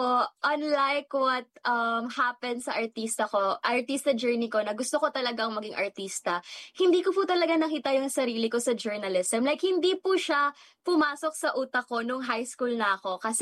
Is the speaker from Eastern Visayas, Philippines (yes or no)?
no; Manila, Metro Manila, Philippines; So, kahit na artista po ako dati and talagang sa Manila po ako lumaki, parang nung umuwi po ako dito, mas nasanay na akong magbisaya and medyo awkward na po sa akin magtagalog talaga.